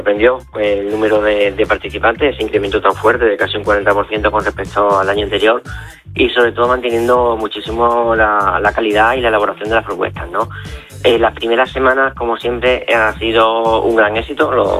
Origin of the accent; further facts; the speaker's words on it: Badajoz, Extremadura, Spain